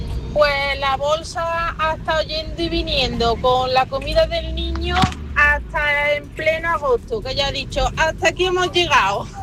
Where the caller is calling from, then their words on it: Seville, Andalusia, Spain; de Sevilla.